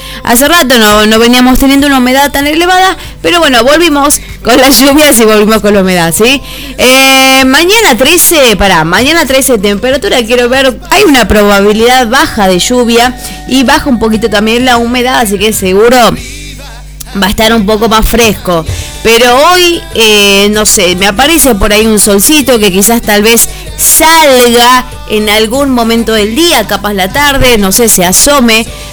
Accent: Argentina; con el corazón en Argentina, porque somos argentinos

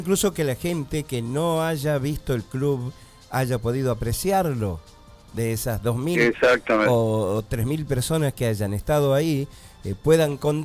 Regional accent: San Miguel de Tucumán, Tucumán, Argentina; para la gente que no somos de la zona, que somos de Capital

